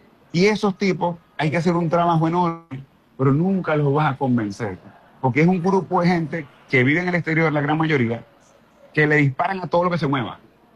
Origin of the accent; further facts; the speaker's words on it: Maracaibo, Zulia, Venezuela; moved away as an adult; now in Houston, United States; yo soy un tipo que mide 1,93, que soy maracucho, que hablo duro